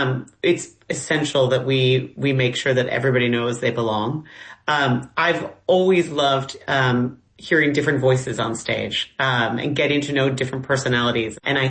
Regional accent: Minnesota, United States; moved away as an adult; now in Los Angeles, United States; I'm from Minnesota originally, and I moved to Los Angeles to attend USC

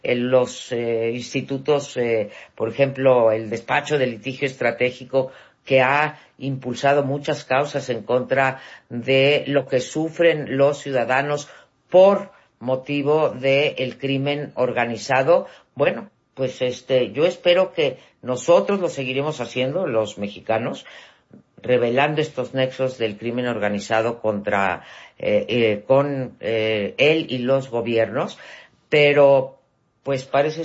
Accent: Mexico; me duele como mexicana decir esto.

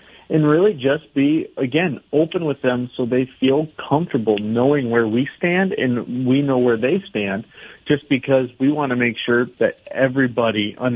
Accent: Estelline, South Dakota, United States; I'm from Esteline.

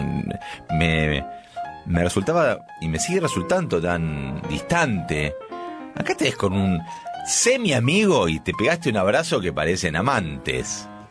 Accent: Argentina

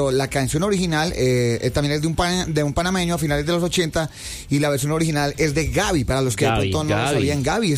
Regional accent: Colombia; estoy hablando por mi tierra, por Colombia.

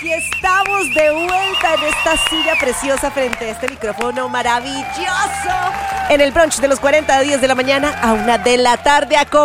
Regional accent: Colombia; hoy tengo puesta mi camiseta con el mapa de mi tierra, de donde vengo

